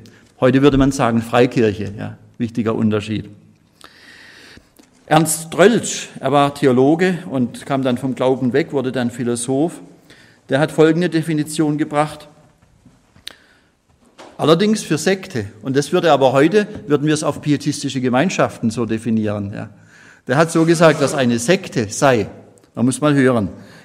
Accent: Baden-Württemberg, Germany; Dann gibt es natürlich auch die Unionskirchen, etwa in Baden, wo ich herkomme

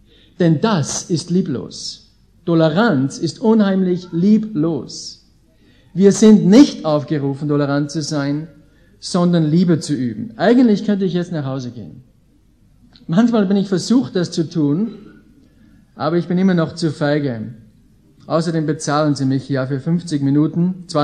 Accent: Austria; ich bin eben aus Österreich.

